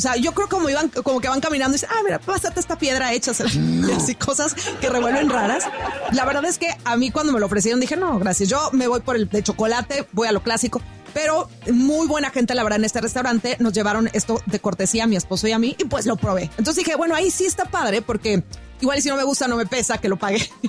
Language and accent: Spanish; Mazatlán, Sinaloa, Mexico; yo que soy sinaloense, mazatlequeto, me supo como a camarón seco.